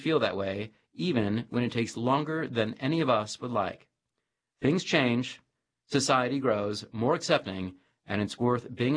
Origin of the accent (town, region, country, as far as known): North Carolina, United States; born or raised there